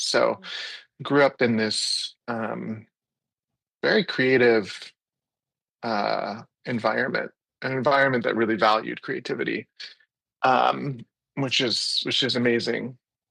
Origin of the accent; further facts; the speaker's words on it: Maryland, United States; moved away as an adult; also born or lived in Jerusalem; now in San Diego, United States; I was born in Jerusalem in 1983, where I lived until I was 6 years old, at which time my family and I moved to the United States, to Washington, the suburbs of Washington, D.C., in Maryland.